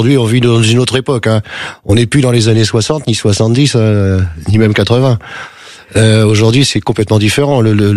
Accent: Brittany, France; Je suis breton et je resterai breton toute ma vie. Et que je l'aime, ma Bretagne.

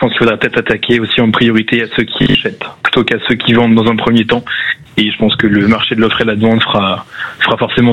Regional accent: Nantes, Pays de la Loire, France; Eh ben alors moi, je suis nantais depuis toujours. Je suis né à Nantes et j'ai grandi à Nantes.

